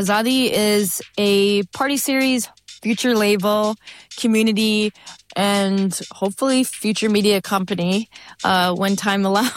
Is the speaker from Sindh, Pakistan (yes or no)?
no; Lahore, Punjab, Pakistan; moved away; the neighborhood I grew up in Lahore, Pakistan.